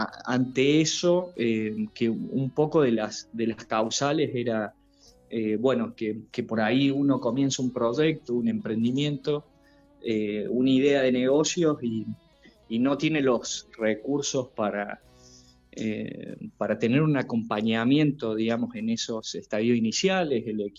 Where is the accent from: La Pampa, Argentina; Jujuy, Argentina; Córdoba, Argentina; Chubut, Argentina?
Córdoba, Argentina; Ordóñez; vengo de la localidad de Ordóñez, ahí cerquita